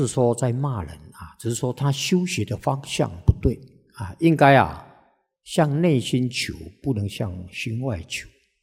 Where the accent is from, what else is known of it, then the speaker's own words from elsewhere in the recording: Taiwan; 替我们台湾的人民修福啊